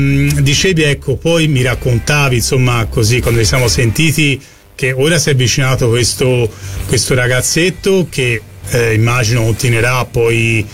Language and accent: Italian; Florence, Tuscany, Italy; per anni ho vissuto e vivo, insomma, a Campo di Marte, però essendo nato, insomma, lì è Mercato Centrale dietro Santa Maria Novella